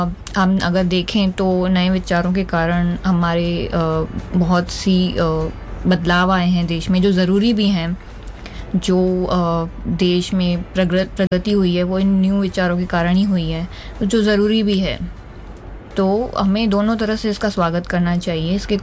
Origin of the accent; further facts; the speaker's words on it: Pune, Maharashtra, India; मैं पुणे से बिलोंग करती हूँ